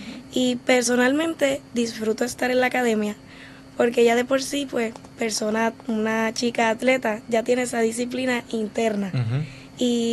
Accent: Morovis, Puerto Rico; yo principalmente yo vengo de Morovis y Morovis es muy alejado a Juana Díaz

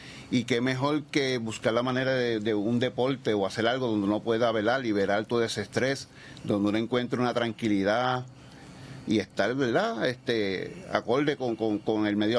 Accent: Sabana Seca, Toa Baja, Puerto Rico; moved away as an adult; now in Barceloneta, Puerto Rico; yo soy natural de, como mencionaste, de Sabana Seca, Toa Baja. Hace 25 años casi estoy viviendo en Barceloneta. Uh-huh. Y actualmente pues resido ahí.

